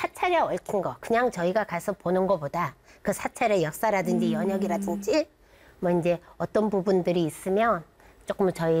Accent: Busan, South Korea; moved away; 친정이 부산이라서

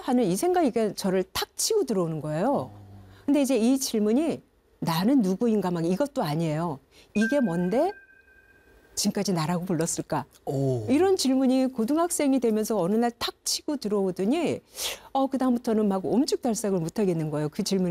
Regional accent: Gangwon, South Korea; 제가 강원도 고향이 강원도인데

